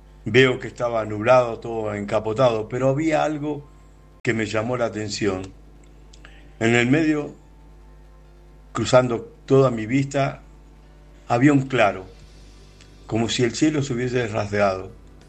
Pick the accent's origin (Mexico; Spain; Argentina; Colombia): Argentina; de Argentina y agradezco a Dios por este tiempo de poder compartir la palabra con ustedes.